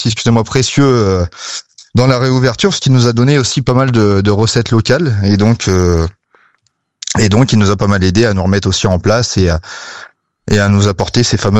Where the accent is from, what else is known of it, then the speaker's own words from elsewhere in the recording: Le Havre, Normandy, France; moved away as an adult; Moi, je suis de Normandie, je suis du Havre la base.